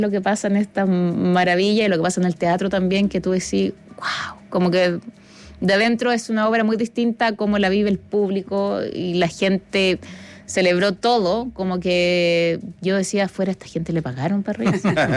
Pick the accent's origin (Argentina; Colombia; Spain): Spain; Y nosotras dos con Emilia Noguera somos las españolas que venimos a dejar un poco la...